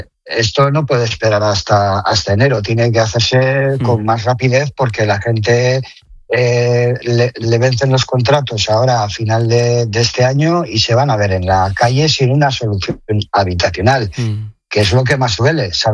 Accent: Erandio, Basque Country, Spain; also born or lived in Algorta / Astrabudúa; soy del municipio de Erandio, nací en Algorta, pero me he criado toda la vida entre Astrabudúa y Erandio

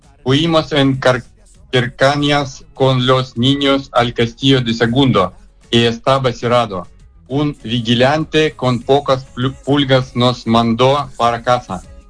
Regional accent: Russia; Spanish is a second language; moved away; pido disculpas por mi español. Soy ruso, todavía lo estoy aprendiendo.

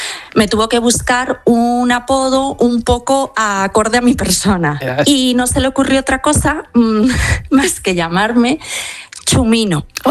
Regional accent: Madrid, Community of Madrid, Spain; Yo soy de Madrid y mi marido es de Cádiz.

